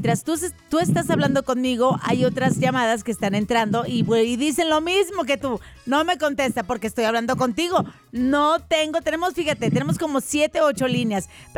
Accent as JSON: {"language": "Spanish", "region": "Sinaloa", "country": "Mexico", "said": "son mis paisanos. Son sinaloenses."}